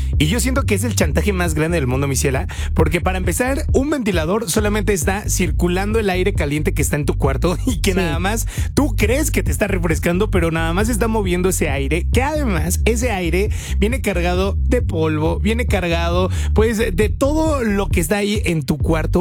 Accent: Veracruz, Mexico; now in Mexico City, Mexico; Yo soy de Veracruz.

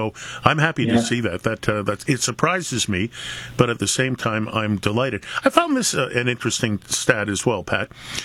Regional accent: Toronto, Ontario, Canada; also born or lived in Western Canada; I lived in Western Canada for a little while. I really, really liked it. But when people would say, so where are you from … ? I'd say, I'm from Toronto.

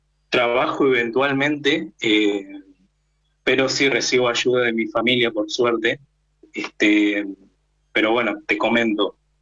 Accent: Chos Malal, Neuquén, Argentina; moved away as an adult; now in General Roca, Argentina; no soy oriundo de General Roca. Yo nací en el norte neuquino, en realidad. Y hace un año me vine acá a estudiar, como te comentaba, la licenciatura.

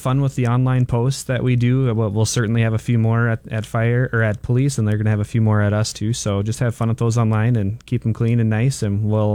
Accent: Windom, Minnesota, United States; My dad served down in Windom, Minnesota, my hometown, for 21 years, and he had to give that up when they moved up here a couple years ago.

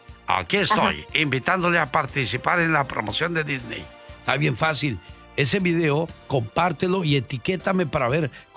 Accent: Mexico; Tenemos más billetes, nosotros somos puros mexicanos billetudos.

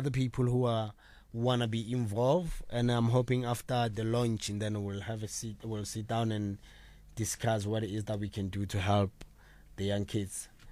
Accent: United Kingdom; I'm managing fighters in the UK as I'm a British manager in boxing

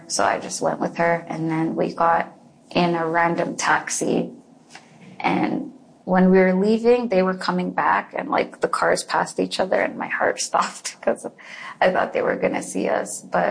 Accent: Canada; I'm as Canadian as it gets.

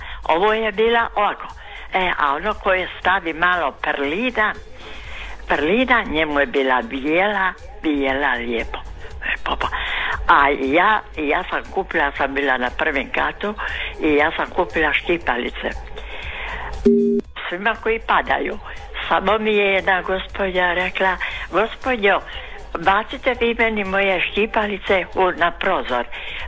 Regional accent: Zabok, Krapina-Zagorje County, Croatia; Aj, znate, ja sam iz Zaboka.

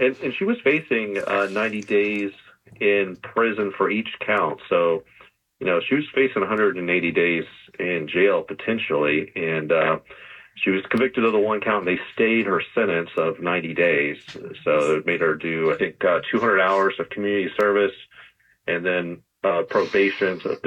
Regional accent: Florida, United States; No. I'm from Florida.

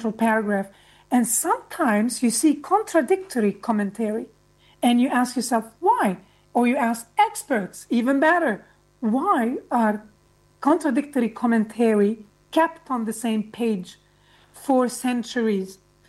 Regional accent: Lebanon; I mentioned earlier that I attended a French Catholic school. Growing up in Lebanon meant growing up between Islam and Christianity.

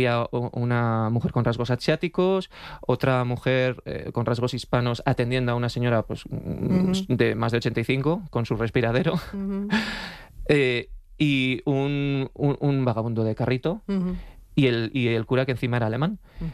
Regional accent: Alcalá de Henares, Community of Madrid, Spain; born there; also born or lived in Seville; Yo soy de Alcalá de Henares, nacido, sí, en Alcalá de Henares, ¿no? Aunque he estado viviendo pues en Sevilla porque estuve trabajando allí un año antes de terminar el fin de carrera

